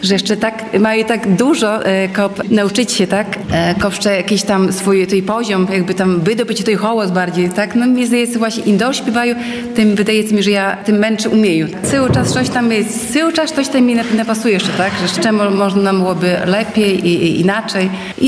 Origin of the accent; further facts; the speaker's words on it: Łosinka, Podlaskie Voivodeship, Poland; now in Hajnówka, Poland; ale pochodzę z Łosinki i też jakby, no, związana no, sercem z Łosinką, tak, bo tutaj wychowała się, tutaj chodziła do szkoły, tutaj rodzice żyli